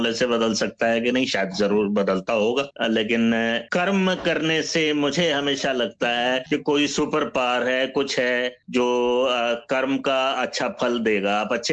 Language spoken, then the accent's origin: Hindi; Amritsar, Punjab, India; born there; moved away as an adult; also born or lived in Patna, Bihar / Munger, Bihar / Bhagalpur, Bihar; now in Delhi, India; भागलपुर में बचपन बीता, और उसके बाद जब मैं 10 वर्ष का था तो पिताजी अमृतसर आ गए पंजाब में, और तब से वहीं रहा, बड़ा हुआ, फिर उसके बाद दिल्ली में जॉब लग गई तो दिल्ली आ गया।